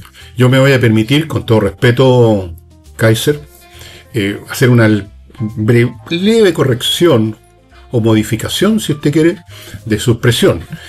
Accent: Chile; Esas personas somos los chilenos y ese país es Chile.

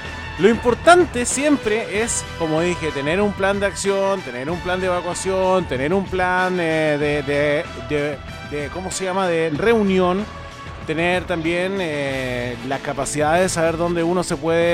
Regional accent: Talca, Maule, Chile; moved away; la ciudad de Talca, mi ciudad natal

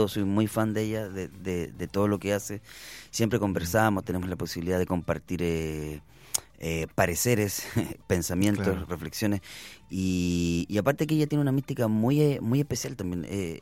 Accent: Valparaíso, Chile; como nosotros somos porteños, también nos sentimos muy orgullosos de ser porteños y que en Valparaíso también existan tanto cultura y tanta gente que esté haciendo música

